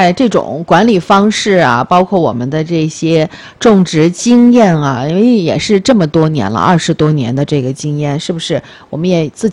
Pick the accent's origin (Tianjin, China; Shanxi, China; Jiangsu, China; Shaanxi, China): Tianjin, China; 包括适合我们天津人的口